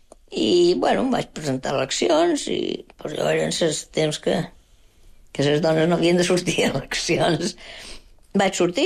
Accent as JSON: {"language": "Catalan", "region": "Balearic Islands", "country": "Spain", "tie": "born there", "said": "Jo... de Menorca, jo he nascut a Menorca, però a mi m'ha agradat molt el Louis Vicent."}